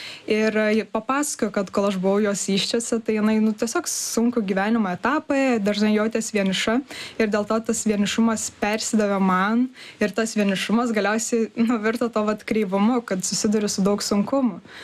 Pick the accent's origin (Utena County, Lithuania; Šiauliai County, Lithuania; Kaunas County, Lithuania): Kaunas County, Lithuania; Kaunas; now in Vilnius, Lithuania; tai aš iš Kauno tiesiog norėjau bėgti į savo svajonių miestą